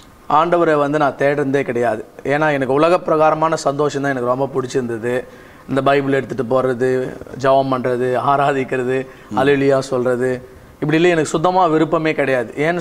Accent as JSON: {"language": "Tamil", "area": "Vellore district", "region": "Tamil Nadu", "country": "India", "tie": "born or raised there", "said": "வெள்ளூர் மாவட்டம், பேர்ணம்பட்டுன்ற பகுதியில் நான் இருக்கிறேன். அப்படி இந்த பேர்ணம்பட்டில் பக்கத்தில் கிராமம், ஒரு கிராமத்தில் நான் பிறந்து வளர்ந்தேன். அந்த கிராமத்து பேர் கள்ளிப்பேட்டை. அந்த கிராமத்தில் ஒரு சாதாரண ஒரு குடும்பத்தில் தான் நான் பிறந்து"}